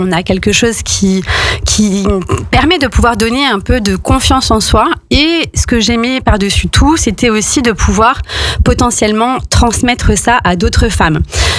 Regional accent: Auvergne-Rhône-Alpes, France; j'ai fait un bac L à Saint-Ambroise, donc je suis une pure savoyarde donc d'ici.

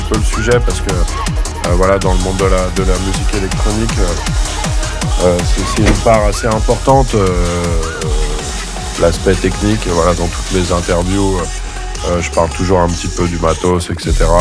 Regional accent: Normandy, France; moi en tant que Normand, demi-sel

